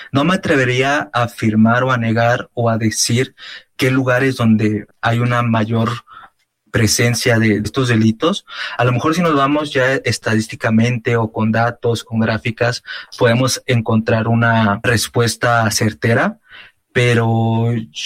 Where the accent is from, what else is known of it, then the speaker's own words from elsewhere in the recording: Mexico; Pues básicamente en México, en mi país